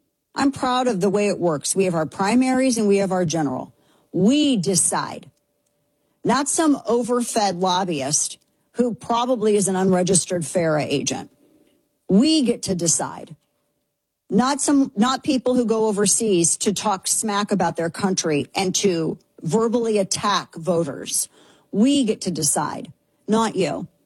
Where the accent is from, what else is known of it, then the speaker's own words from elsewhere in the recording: United States; I'm an American.